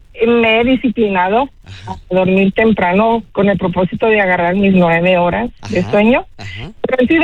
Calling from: Austin, Texas, United States; Hablo de Austin.

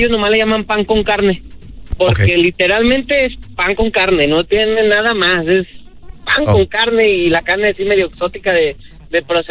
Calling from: Reno, Nevada, United States; Saludos desde Reno, Nevada.

